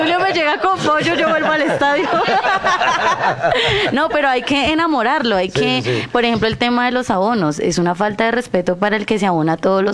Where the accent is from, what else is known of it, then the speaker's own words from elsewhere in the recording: Bogotá, Colombia; Mira, yo soy Rola.